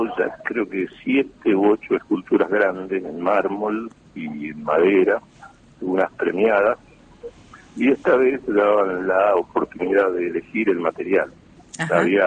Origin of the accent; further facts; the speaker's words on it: Argentina; now in La Rioja, Argentina; representar al país como único argentino en este encuentro de 10 escultores de todo el mundo